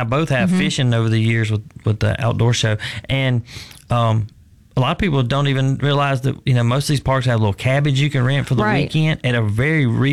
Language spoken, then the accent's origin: English; Clinton, United States; where we grew up in Clinton, was on the south side of Clinton